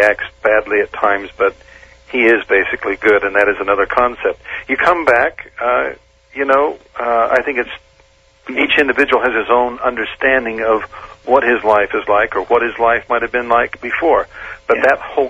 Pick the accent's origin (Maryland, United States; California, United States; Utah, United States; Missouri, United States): Utah, United States; I've experienced and watched that sort of thing in Utah when I grew up.